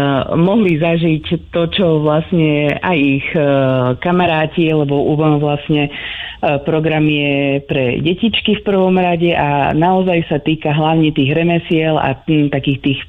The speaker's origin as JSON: {"language": "Slovak", "region": "Spiš", "country": "Slovakia", "said": "u nás na Spiši malo veľkú váhu a naozaj bolo veľmi rozšírené aj včelárstvo a vlastne salašníctvo alebo to pastierstvo."}